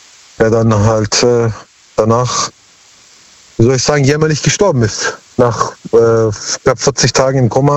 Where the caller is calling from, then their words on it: Heidenheim, Baden-Württemberg, Germany; Ja, aus Heidenheim.